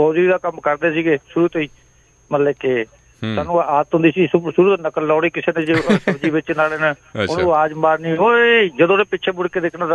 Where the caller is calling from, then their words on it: Ludhiana, Punjab, India; ਸਾਡੇ ਲੁਧਿਆਣੇ ਵਾਲਿਆਂ ਨੂੰ